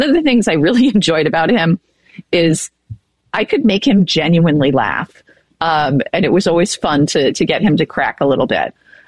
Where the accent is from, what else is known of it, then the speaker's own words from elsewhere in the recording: Ireland; I'm Irish. I'm from the South. Of course I'm superstitious.